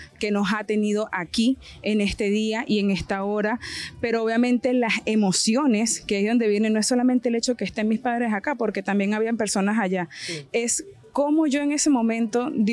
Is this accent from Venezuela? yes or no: yes; Venezuela; moved away as an adult; now in Panama; Soy de Venezuela, ya 9 años residenciada acá en Panamá